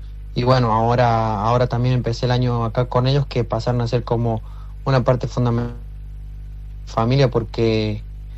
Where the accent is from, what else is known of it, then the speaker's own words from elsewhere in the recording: San Juan, Argentina; él es de San Juan, del mismo lugar que yo